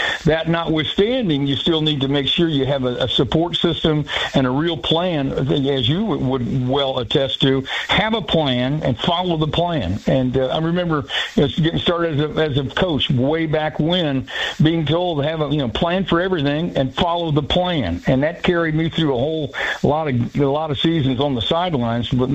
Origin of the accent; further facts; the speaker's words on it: Plainfield, United States; You know, I grew up in Plainfield, so if the local bank in Plainfield wants me to come out and take a picture